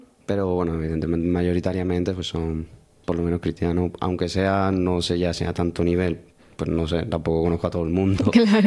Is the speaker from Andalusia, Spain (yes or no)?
yes; Seville, Andalusia, Spain; also born or lived in Granada; Soy de Sevilla realmente. Ya luego pues me vine a Granada, Granada me enamoró y ya pues de ahí pues me quise quedar aquí.